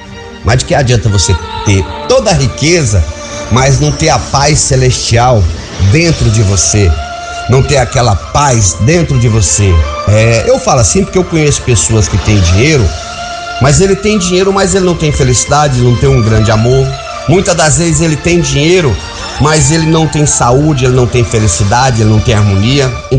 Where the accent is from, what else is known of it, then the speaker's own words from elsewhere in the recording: Bahia, Brazil; Porque, para quem não me conhece, eu sou da Bahia. Isso, amigos, eu sou da Bahia, certo? Sou da Bahia, mas atendo em todo o território nacional brasileiro, verde e amarelo.